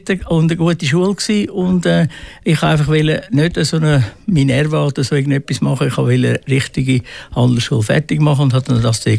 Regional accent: Aargau, Switzerland; Nein, aber ich bin ein Aargauer

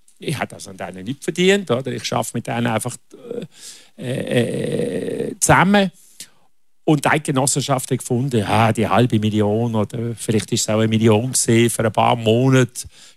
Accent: Switzerland; als Diplomat oder als Schweizer kann man gut zu Demokraten stehen

